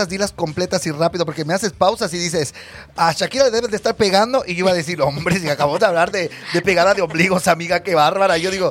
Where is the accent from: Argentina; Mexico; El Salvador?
Mexico; ya saben cómo somos los mexicanos